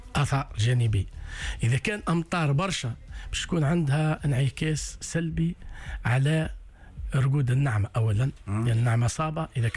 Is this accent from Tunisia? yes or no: yes; Tunisia; ومثل ماشي دواء عندنا في تونس يداوي مرض الميلديو